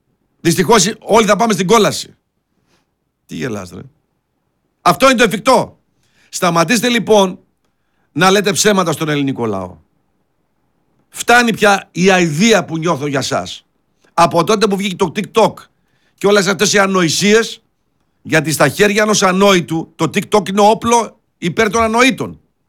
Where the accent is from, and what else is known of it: Kordelio, Central Macedonia, Greece; born or raised there; also born or lived in Neapoli